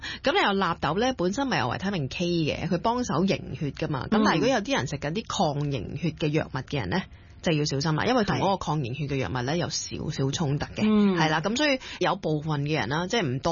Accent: Indonesia; 咁另外，我哋印尼人就鍾意食天貝啦

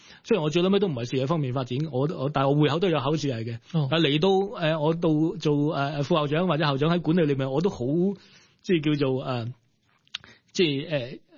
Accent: Tuen Mun, New Territories, Hong Kong; 唔係西貢，喺屯門。咁所以我其實有幾理解圍村啲文化嘅。

